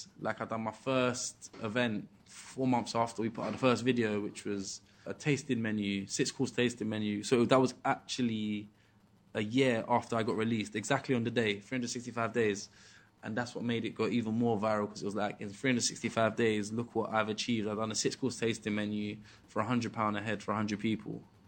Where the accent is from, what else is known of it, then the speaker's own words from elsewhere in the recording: Peckham, London, United Kingdom; growing up in Peckham, people weren't, from my demographic, weren't really putting out YouTube videos